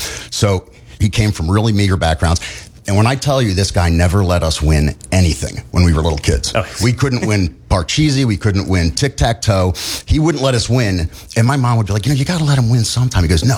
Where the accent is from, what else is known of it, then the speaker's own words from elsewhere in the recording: Wilmington, Delaware, United States; So just so you know, I'm from Wilmington, Delaware.